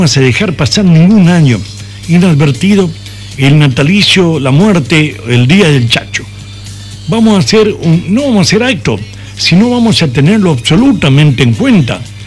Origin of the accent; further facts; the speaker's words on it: La Rioja, Argentina; a mí me pesa como riojano